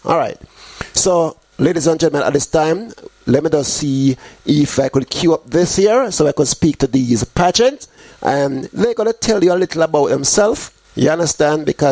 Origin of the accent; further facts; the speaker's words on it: Jamaica; Myself, I'm from St. Catherine.